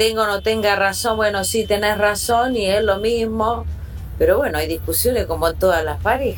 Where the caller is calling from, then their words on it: Temperley, Buenos Aires Province, Argentina; de Temperley.